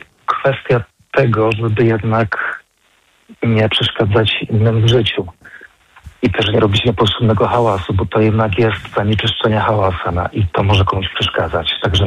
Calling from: Kraków, Lesser Poland, Poland; ja mieszkam w Nowej Hucie i mieszkam na pierwszym piętrze.

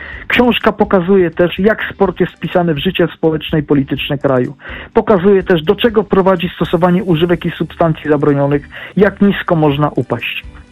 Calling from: Warsaw, Masovian Voivodeship, Poland; Kłania się stały słuchacz z Warszawy

